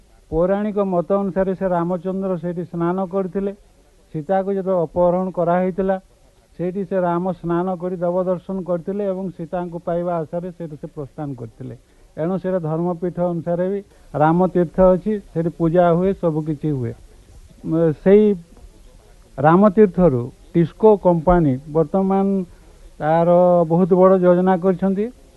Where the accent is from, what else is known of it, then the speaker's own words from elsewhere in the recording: Nayakrishnapur, Odisha, India; ଆମ ଗାଁ ହେଉଛି ନୟାକୃଷ୍ଣପୁର, ଯେଉଁଟା ବିହାର ବର୍ଡ଼ର